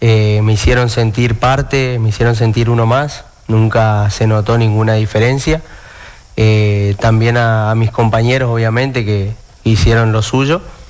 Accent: Chaco, Argentina; somos un equipo puramente de chaqueños, de acá, de las localidades de Resistencia, Barranquera, Fontana

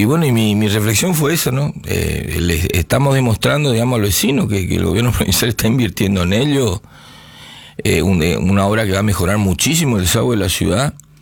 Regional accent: Argentina; Y yo me incluyo, sí, somos bromados los argentinos como ciudadanos, yo me incluyo.

